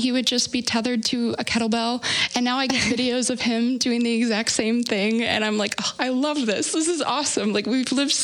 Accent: Clarkston, Michigan, United States; I grew up in Clarkston

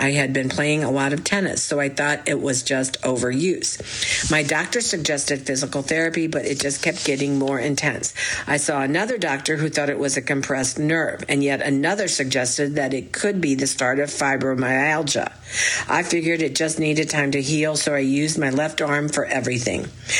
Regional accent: Connecticut, United States; as well as the fact that I grew up in Connecticut where the tick-borne disease was first found

